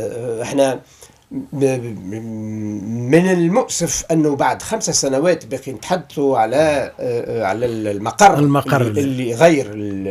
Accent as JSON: {"language": "Arabic", "country": "Tunisia", "said": "وبالتالي احنا ما احناش احنا كلنا ولاد تونس"}